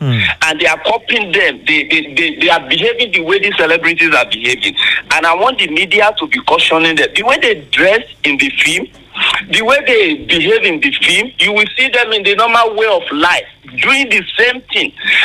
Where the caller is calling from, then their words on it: Akure, Ondo, Nigeria; from Akure.